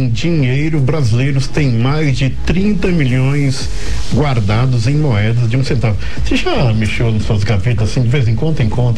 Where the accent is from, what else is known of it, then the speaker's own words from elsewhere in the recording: Japan; Parece não, mas então, eu sou japonês.